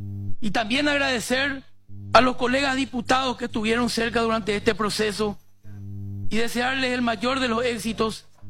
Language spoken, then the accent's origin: Spanish; Encarnación, Itapúa, Paraguay; Ahora, como encarnaceno, como colorado y como paraguayo, me corresponde honrarla